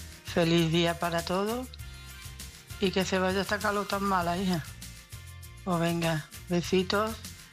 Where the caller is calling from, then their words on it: Jerez de la Frontera, Andalusia, Spain; Para felicitar a todos mis paisanos de Jerez